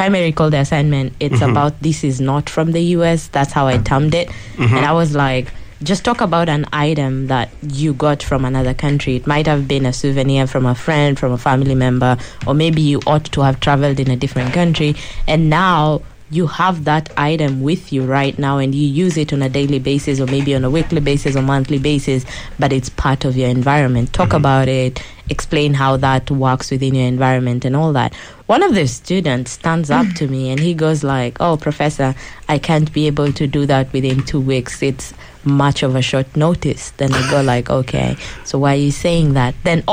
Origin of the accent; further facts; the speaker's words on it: Kenya; moved away as an adult; I come from Kenya. Kenya, being in East Africa